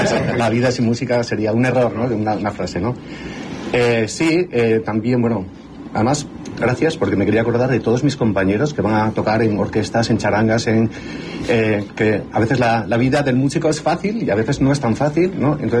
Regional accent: Spain; Para un chico de Griseras, pues tirar el cohete de su pueblo

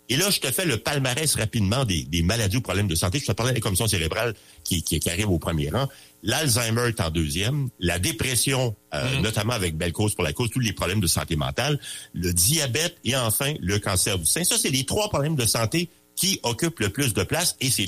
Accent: Quebec, Canada; c'est la maladie ou le problème de santé le plus médiatisé chez nous au Québec

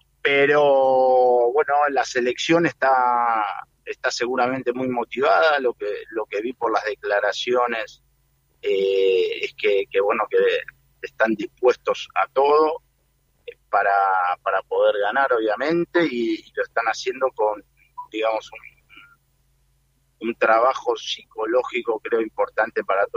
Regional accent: San Miguel, Argentina; moved away as an adult; also born or lived in Basel, Switzerland; now in Lugano, Switzerland; Soy el mismo de San Miguel, nada más que sin pelo.

